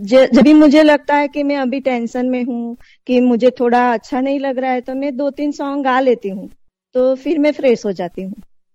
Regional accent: Surat, Gujarat, India; मैं सूरत से हूँ।

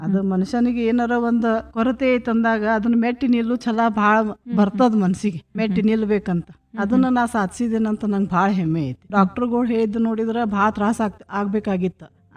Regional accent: Munavalli, Karnataka, India; now in Belagavi, India; ನಾನು ಹುಟ್ಟಿ ಬೆಳೆದದ್ದು ಒಂದು ಹಳ್ಳಿ ವಾತಾವರಣದಲ್ಲಿ. ಆ ಹಳ್ಳಿಯಲ್ಲಿ ಕೇವಲ 10,000 ಜನ ಇರುವಂತ ಒಂದು ಹಳ್ಳಿ. ಆ ಹಳ್ಳಿ ಒಳಗಿನ ವಾತಾವರಣ ಈಗೂ ಅದು ಒಂಥರ ಕನಸು. ಈಗ ಆ ಊರಿಗೆ ಹೋದ್ರೆ ನನಗದು ಕಾಣೋದಿಲ್ಲ ಆ ಮುನ್ವಳ್ಳಿ.

